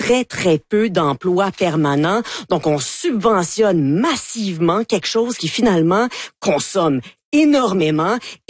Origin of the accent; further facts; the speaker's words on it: Quebec, Canada; nous, au Québec